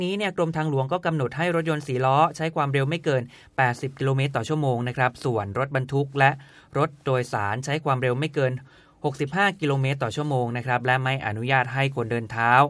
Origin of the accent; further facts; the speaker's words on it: Surat Thani, Thailand; ยังไม่ได้ไปถึงขั้นหาดใหญ่นะครับ อยู่แบบใต้ตอนต้นนะสุราษฎร์นะครับ